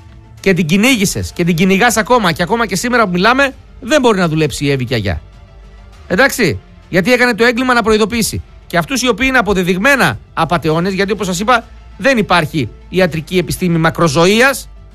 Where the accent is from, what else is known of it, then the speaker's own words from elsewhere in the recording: Northern Greece, Greece; Δεν ξέρω κιόλας … είμαι από το Βορρά.